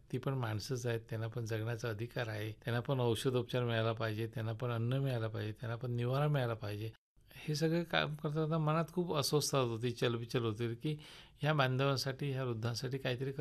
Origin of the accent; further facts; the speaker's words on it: Sindhudurg district, Maharashtra, India; moved away as an adult; also born or lived in Mumbai; माझं संपूर्ण शिक्षण हे सिंधुदुर्ग जिल्हा कुडाळ तालुक्यात आणाव या गावी झालं. मी माझ्या कुटुंबासोबतच लहानाचा मोठा झालो.